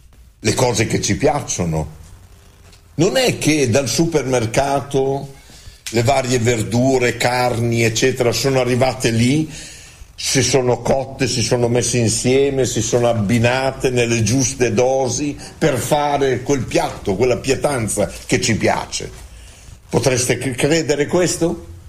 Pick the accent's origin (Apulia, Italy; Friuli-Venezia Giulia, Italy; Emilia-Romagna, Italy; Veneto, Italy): Emilia-Romagna, Italy; Bologna; Dove vivevo io, dove sono nato io, a Porta San Felice, c'era un terreno che i miei bonificarono e ne fecero un giardino.